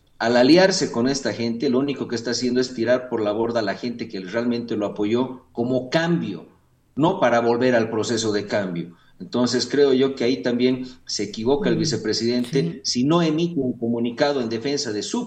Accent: Bolivia

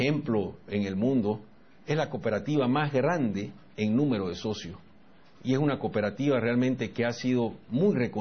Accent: Santa Cruz, Bolivia; como bolivianos, como cruceños

